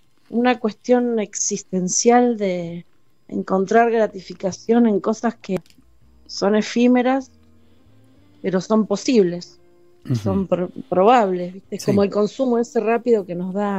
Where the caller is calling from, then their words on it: Comodoro Rivadavia, Chubut, Argentina; yo vivo en Comodoro Rivadavia.